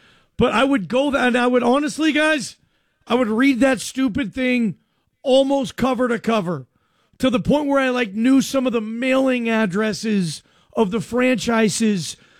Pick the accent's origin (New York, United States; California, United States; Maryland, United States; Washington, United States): Washington, United States; Seattle; I grew up in Seattle.